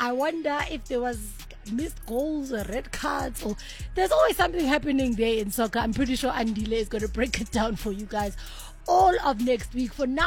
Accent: Benoni, Gauteng, South Africa; I'm from Ranfield.

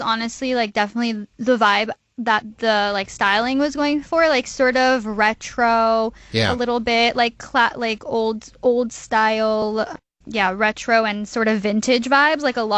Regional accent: Los Angeles, California, United States; I grew up in Los Angeles

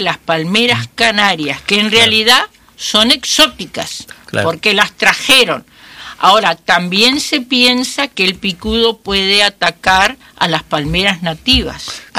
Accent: Riachuelo, Corrientes, Argentina; yo nací en Riachuelo, toda la vida...

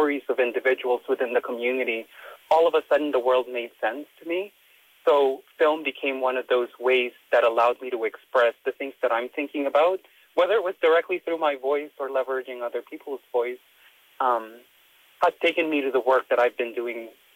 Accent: Kodiak, Alaska, United States; born there; also born or lived in Laoag City, Philippines; I did grow up in Kodiak when I moved directly from Lawag City, Philippines, when I was about 8 years old. And that would have been in 2009.

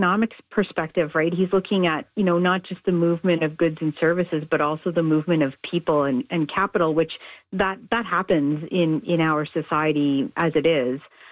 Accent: Canada

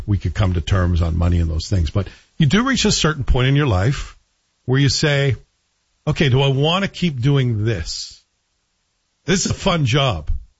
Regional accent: Toronto, Ontario, Canada; also born or lived in Glasgow; I do kind of miss my hometown a bit, which I consider to be Toronto. It's where I spent my most formative years. Certainly not moving back to Glasgow, I'll tell you that right now.

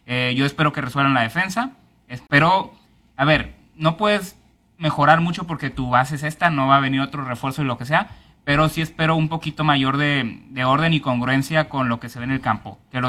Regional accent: Mexico; incluso como mexicano

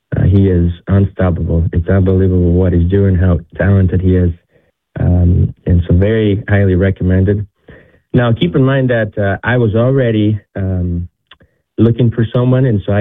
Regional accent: Ecuador; moved away as an adult; now in United States; I grew up in Ecuador for 17 years. I spent there, and then I came to the U.S. to get my engineering degree

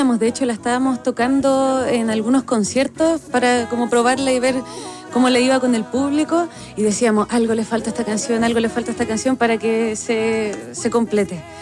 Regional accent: Punta Arenas, Magallanes and Chilean Antarctica, Chile; moved away as an adult; now in Santiago, Chile; yo soy de Punta Arenas. Llegué a Santiago hace un par de años

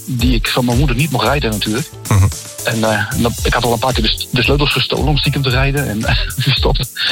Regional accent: Utrecht, Netherlands; ik ben opgegroeid in Utrecht.

